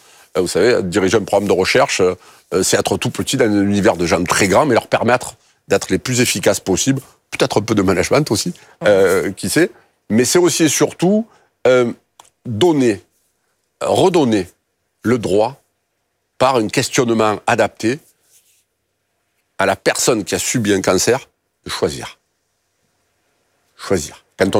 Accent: Marseille, Provence-Alpes-Côte d'Azur, France

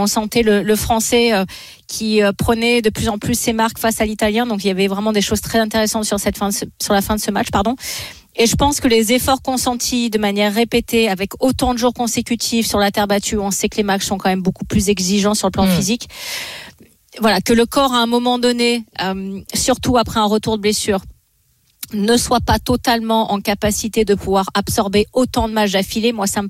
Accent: France; en tant que Français

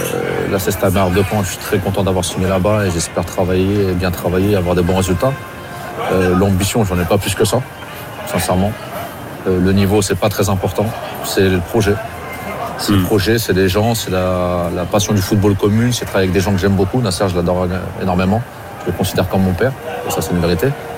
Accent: Normandy, France; Nous, on est des Hauts Normands et Caen est en Basse Normandie.

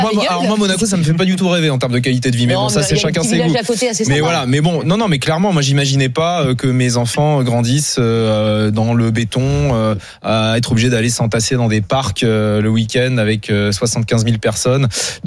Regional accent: Pompertuzat, Occitanie, France; also born or lived in Alsace; Je suis né en Alsace et j'ai grandi à Pompertuisat, un petit village dans le Lauragais au sud de Toulouse.

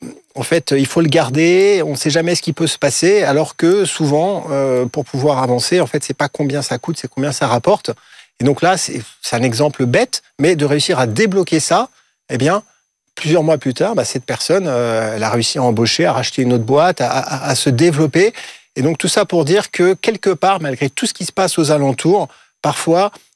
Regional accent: France

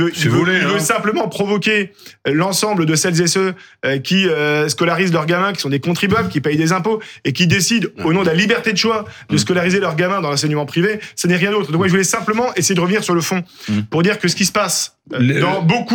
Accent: Brittany, France; je viens du Finistère

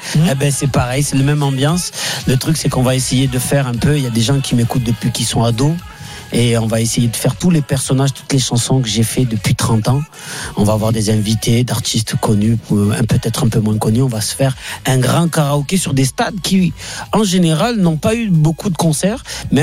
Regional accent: Marseille, Provence-Alpes-Côte d'Azur, France; Moi, je suis un Marseillais. Je vais pas faire du marketing.

